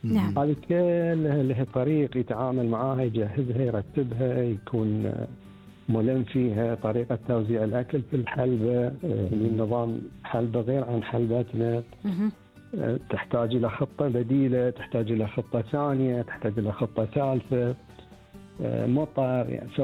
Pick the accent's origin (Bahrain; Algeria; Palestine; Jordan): Bahrain